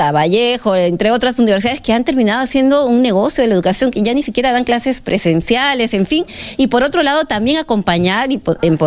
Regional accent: Peru; reconocernos como peruanos.

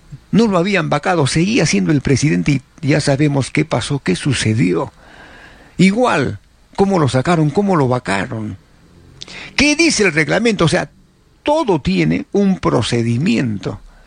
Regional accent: Peru; Esos somos pues los peruanos.

